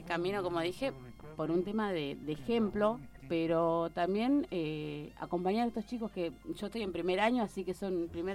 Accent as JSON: {"language": "Spanish", "town": "Villaguay", "region": "Entre Ríos", "country": "Argentina", "tie": "born or raised there", "moved": "yes", "said": "Yo soy de Villaguay, Entre Ríos."}